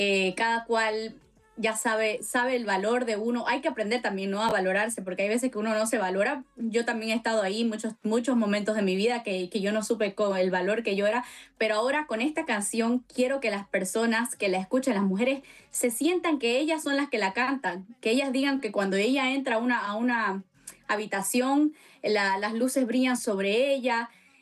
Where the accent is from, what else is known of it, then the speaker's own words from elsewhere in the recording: Bolivia; yo como artista boliviana